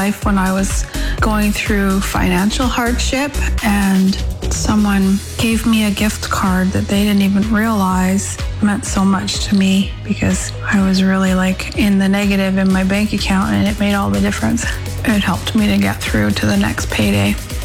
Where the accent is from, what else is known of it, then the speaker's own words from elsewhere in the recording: Whitney, Canada; also born or lived in Quebec; I'm from a little town called Whitney, and I was born in Quebec.